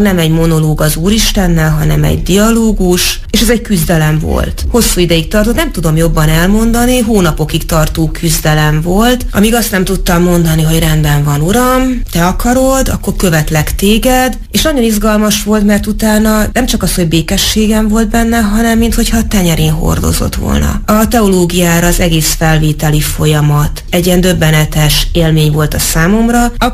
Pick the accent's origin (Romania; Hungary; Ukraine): Hungary; Tatabánya, Komárom-Esztergom; born there; also born or lived in Debrecen; Tehát kvázi lehet azt mondani, hogy debreceni vagyok, de nem Debrecenben, hanem Tatabányán születtem. Tehát debreceni alapvetően a család identitása.